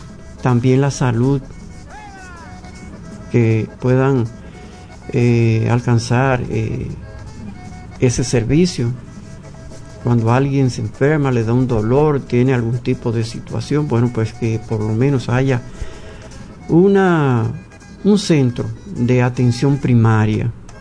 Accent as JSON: {"language": "Spanish", "country": "Dominican Republic", "said": "como dominicanos que somos, que sabemos lo que decimos y nos entendemos"}